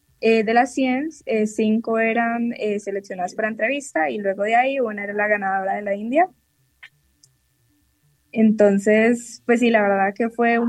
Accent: Valle del Cauca, Colombia

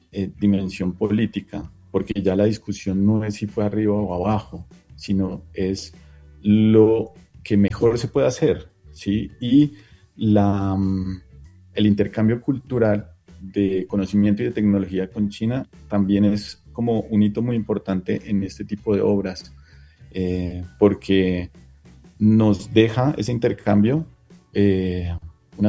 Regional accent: Bogotá, Colombia; nos representa a todos como bogotanos

